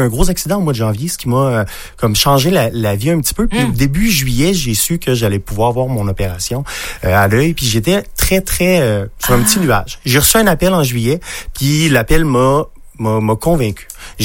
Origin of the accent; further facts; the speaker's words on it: Chandler, Quebec, Canada; Moi, je viens sur de Chandler, mais de Parbeau précisément.